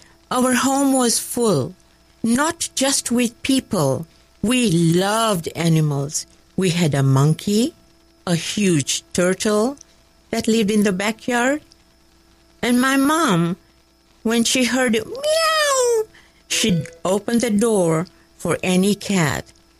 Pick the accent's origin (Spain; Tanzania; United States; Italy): Tanzania; Dar es Salaam; born there; I was born in Dar es Salaam, Tanzania, East Africa